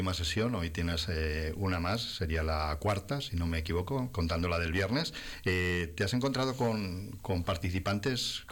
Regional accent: Madrid, Community of Madrid, Spain; Que soy madrileño.

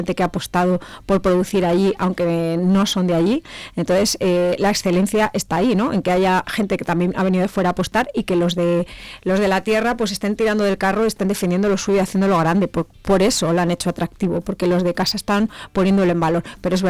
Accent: Toro, Castile and León, Spain; Yo soy de Toro

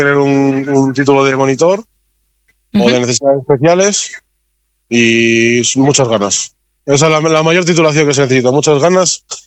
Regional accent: Ponferrada, Castile and León, Spain; now in Barcelona, Spain; Lo que pasa es que yo soy de aquí de Ponferrada.

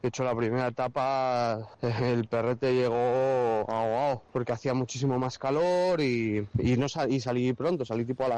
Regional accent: Burgos, Castile and León, Spain; porque yo soy de Burgos y cuando llegué a Burgos paré casi 2 semanas con él porque también estaba cansado.

